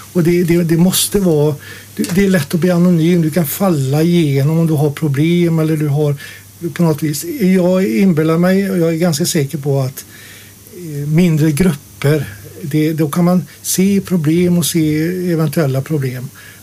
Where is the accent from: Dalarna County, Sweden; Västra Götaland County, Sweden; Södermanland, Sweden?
Västra Götaland County, Sweden; Dingle; jag är född i Dingle med metropolen. Men vi hade väl kanske 900 personer eller 1000 invånare. Och jag är uppväxt på en liten skola.